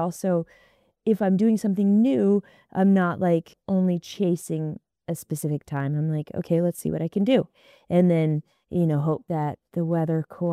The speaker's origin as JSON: {"language": "English", "region": "Alaska", "country": "United States", "said": "And I'm from Alaska, so I've ridden all of that through, you know, the lower 48 and then down a bit into Mexico"}